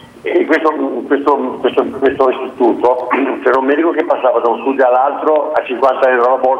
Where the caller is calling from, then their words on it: Genoa, Liguria, Italy; siamo da Marassi.